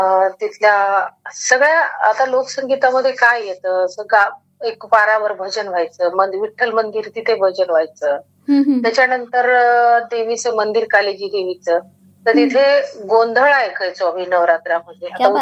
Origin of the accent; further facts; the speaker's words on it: Mudkhed, Maharashtra, India; माझं बालपण सगळं मुदखेड मध्ये गेलं। नांदेड जिल्ह्यामध्ये मुदखेड गाव आहे आणि मुदखेडचाच माझा जन्म। तसे ऍक्च्युली आम्ही आंध्र प्रदेश जो आहे बासर सरस्वतीच तिथले आहोत आम्ही।